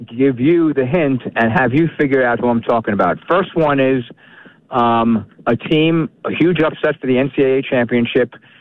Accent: New York, United States; I grew up in New York.

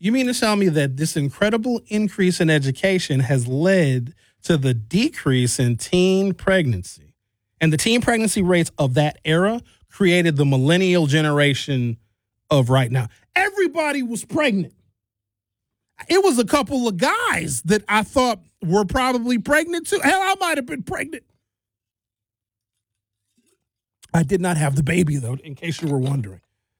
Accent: Brown Deer, Wisconsin, United States; They were a part of my developmental environment growing up in Brown Deer in the 1980s.

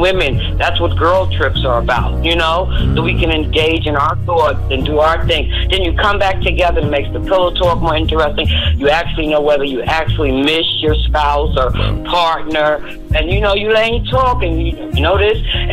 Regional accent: Bronx, New York, United States; from the Bronx. Good evening, everybody.

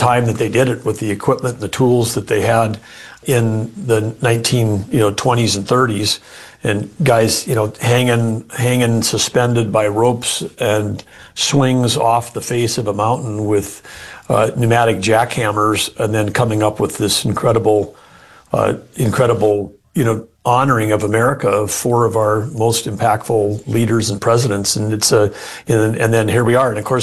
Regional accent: North Dakota, United States; Growing up in North Dakota, not atypical to take a family journey to the Black Hills.

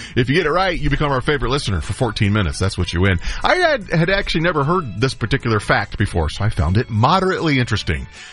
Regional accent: Atlanta, Georgia, United States; moved away as an adult; now in Pacific Northwest, United States; I grew up in Atlanta, but I left more than 20 years ago. I wanted to come to the Pacific Northwest

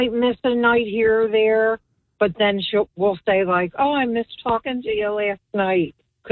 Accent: Philadelphia, Pennsylvania, United States; moved away as an adult; now in Bucks County, Pennsylvania, United States; we actually grew up on the same street in Philadelphia. And I was born in November of 54

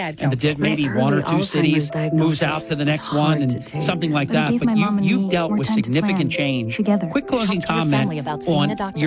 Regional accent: New Jersey, United States; My home state of New Jersey is absolutely just crazy.

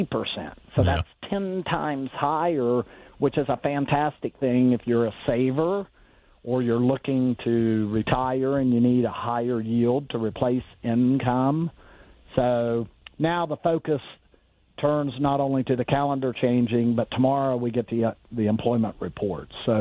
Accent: United States; I'm from Jackson County, and we had Kaiser Aluminum, which had a lot of steel workers unions.

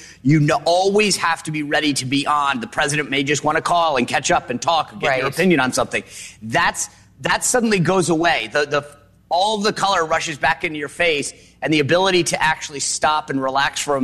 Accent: Rhode Island, United States; I grew up in Rhode Island. My dad sold boats for a living.

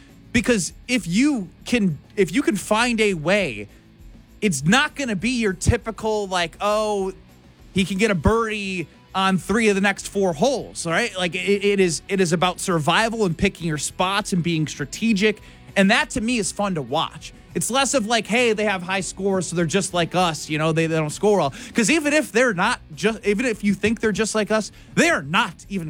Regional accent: United States; I'm an American.

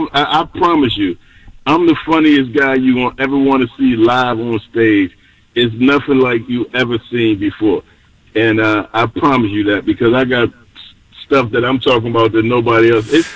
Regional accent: Washington, District of Columbia, United States; moved away as an adult; also born or lived in Georgia; I'm from Washington, D.C., man. Originally, I'm from Washington, D.C., and I went to school in Georgia at Savannah State University

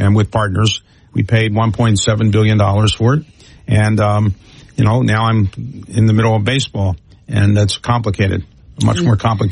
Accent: Baltimore, Maryland, United States; Yes, I grew up in Baltimore. I never expected to be an owner of any sports team, let alone the Baltimore Orioles.

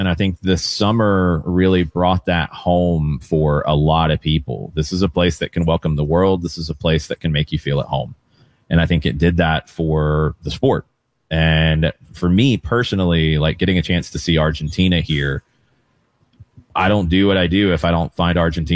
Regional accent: Riverdale, Georgia, United States; now in Atlanta, United States; as a kid growing up in Riverdale, Georgia.

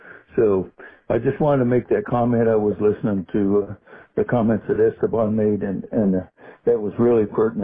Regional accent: San Antonio, Texas, United States; I'm from San Antonio.

